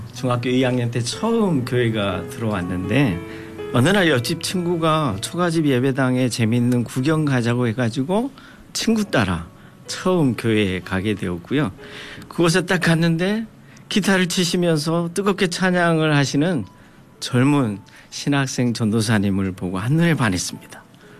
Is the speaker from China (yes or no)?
no; Haui Island, Sinan County, South Jeolla, South Korea; moved away; 고향은 전남 신안군 아름다운 섬 하이도입니다. 배를 타고 가야 되고요.